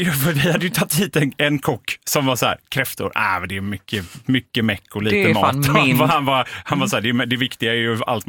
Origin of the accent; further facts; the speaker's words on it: Gothenburg, Västra Götaland County, Sweden; jag är uppvuxen i Göteborg